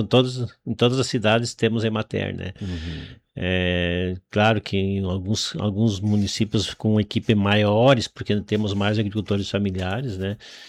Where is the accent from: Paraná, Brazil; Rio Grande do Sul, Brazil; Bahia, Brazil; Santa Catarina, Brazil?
Rio Grande do Sul, Brazil; Juricaba; also born or lived in Tiradentes do Sul; now in Santa Bárbara do Sul, Brazil; Natural de Juricaba, perto aqui, né? Então fiquei mais perto da família, né? E da minha região. Tem um sítiozinho lá no interior de Juricaba ainda